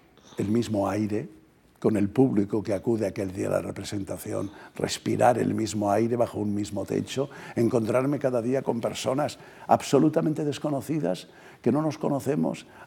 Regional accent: Mollet del Vallès, Catalonia, Spain; del pueblo donde yo nací, Mollet, al lado de Barcelona

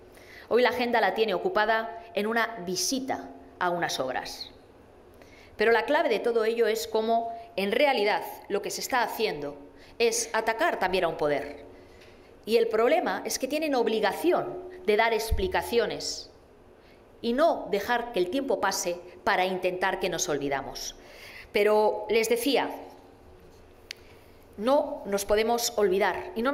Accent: Spain; Los españoles tenemos derecho a servicios

